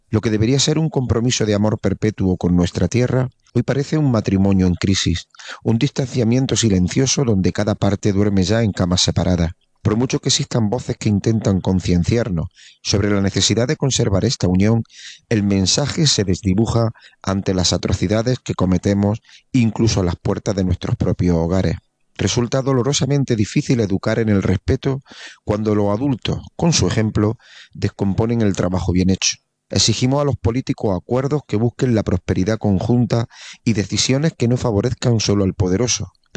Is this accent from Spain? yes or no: yes; Andalusia, Spain; el lema que nos define como andaluces